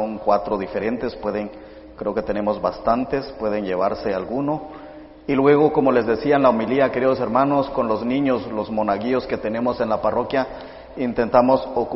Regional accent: Santiago Atitlán, Sololá, Guatemala; vengo de Guatemala, de la parroquia de Santiago Atitlán.

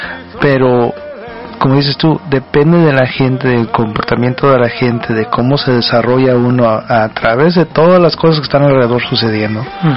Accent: San Fernando Valley, California, United States; now in Sacramento, United States; Yo me he enamorado aquí de Sacramento, y originalmente vengo del Valle de San Fernando.

